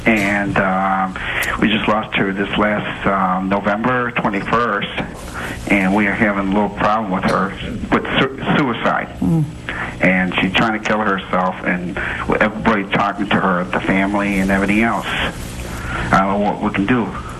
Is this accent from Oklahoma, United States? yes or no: no; Chicago, Illinois, United States; I'm from Chicago.